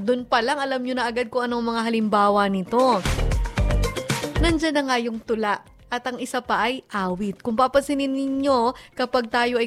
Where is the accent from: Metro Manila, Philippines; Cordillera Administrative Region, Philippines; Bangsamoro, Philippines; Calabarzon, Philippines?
Calabarzon, Philippines; Antipolo; Ako, taga-Antipolo ko, lagi may kwento sa amin.